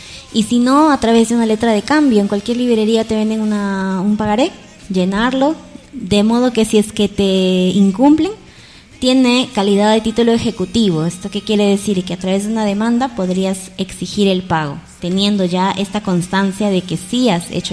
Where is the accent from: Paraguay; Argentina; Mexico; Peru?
Peru; Rioja, San Martín; born there; moved away as an adult; also born or lived in Trujillo; now in Lamas, Peru; yo nací en la ciudad de Rioja.